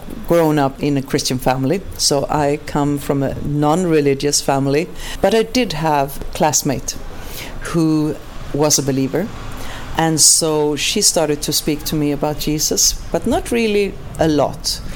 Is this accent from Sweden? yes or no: yes; Sweden; moved away; I'm from Sweden and he's from Denmark.